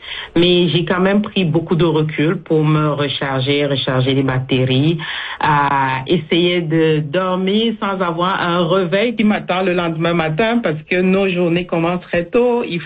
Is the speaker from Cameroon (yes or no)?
yes; Bafoussam, West, Cameroon; déplacement au Cameroun, en Afrique, où j'ai eu le plaisir de passer quelques temps avec ma famille dans ma ville natale à Bafoussam.